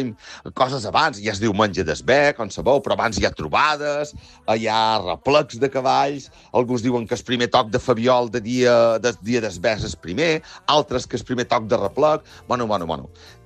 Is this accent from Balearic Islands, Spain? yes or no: yes; Ciutadella, Balearic Islands, Spain; de Ciutadella i, com us podeu imaginar, les festes del meu poble